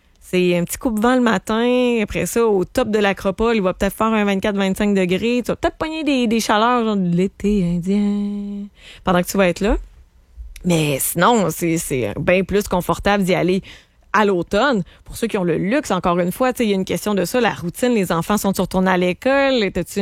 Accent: Quebec, Canada; Mais c'est effectivement Charlevoix, mon patelin, une des destinations principales des vacanciers qui vont rester au Québec.

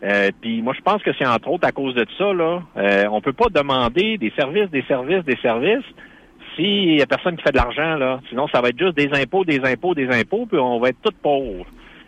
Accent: Alma, Quebec, Canada

